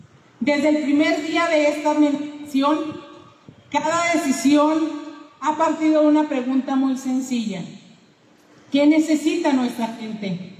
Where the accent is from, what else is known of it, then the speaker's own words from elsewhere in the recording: San Francisco de Conchos, Chihuahua, Mexico; mi tierra que tanto quiero